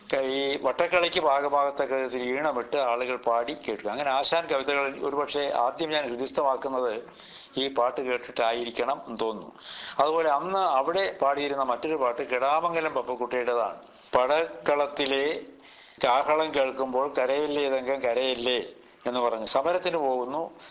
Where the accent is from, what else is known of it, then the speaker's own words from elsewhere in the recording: Alappuzha, Kerala, India; ഞങ്ങളുടെ നാട് എന്ന് പറയുന്നത് ആലപ്പുഴയുടെ പ്രാന്തപ്രദേശമാണ്. തുമ്പോളി എന്നതിനെ പറയും. അന്ന് അത് നഗരമായിരുന്നില്ല, പകുതി ഗ്രാമവും പകുതി നഗരവും എന്ന് പറയുകയായിരിക്കും ശരി.